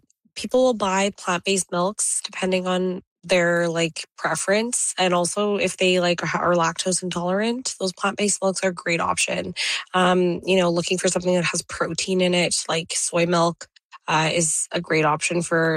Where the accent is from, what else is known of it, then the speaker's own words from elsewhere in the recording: India; I'll say India just because I'm Indian, but okay.